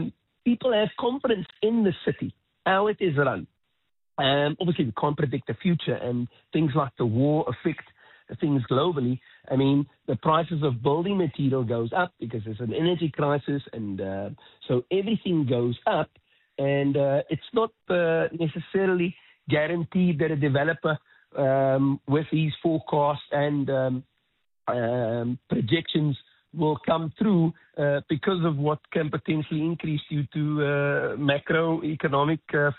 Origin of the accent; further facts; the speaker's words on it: Cape Town, Western Cape, South Africa; born there; also born or lived in Mitchell's Plain; We moved from Portland's Mitchell's Plain to Grassy Park, and that was in 1991.